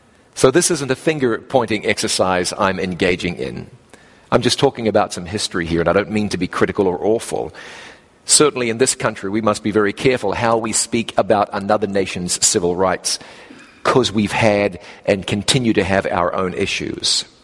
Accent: New Zealand; born or raised there

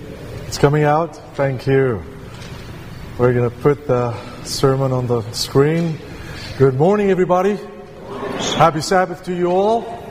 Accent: Seychelles; also born or lived in Mauritius / New Zealand / New Caledonia; now in United States; Born in Mauritius, grew up in the Seychelles, and then moved to New Zealand, married a Canadian who was born in the Seychelles, moved to New Zealand. I have a Kiwi nationality

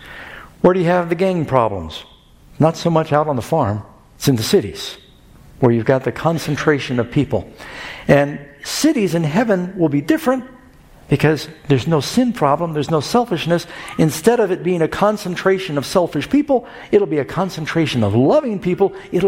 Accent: New York City, New York, United States; also born or lived in Los Angeles / Miami; I was born in Los Angeles, millions of people down there. I don't know how many now. And Mom moved to New York, grew up in New York City, another big city. Dad moved to Miami.

